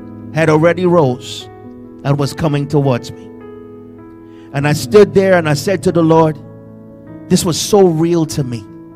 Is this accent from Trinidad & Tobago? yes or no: yes; Trinidad & Tobago; moved away; I told you that we're from Trinidad, so, you know, we drive through the hills and could watch the oceans.